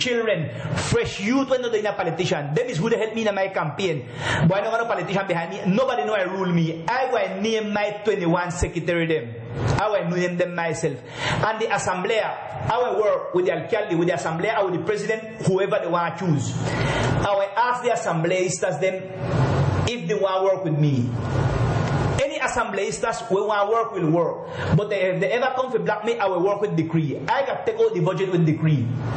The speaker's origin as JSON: {"language": "English", "town": "Providencia", "region": "San Andrés and Providencia", "country": "Colombia", "said": "say I am from Providence. My dwelling is Providence. And I got a house there in the mainland city, Colombia."}